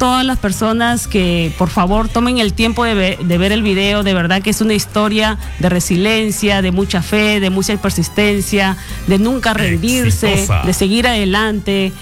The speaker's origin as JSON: {"language": "Spanish", "town": "Motupe", "region": "Lambayeque", "country": "Peru", "tie": "born or raised there", "moved": "yes", "said": "cuando regreso a Motupe. El lugar no es, pues, son personas muy humildes, pero regresar a mi pueblo es algo muy significativo"}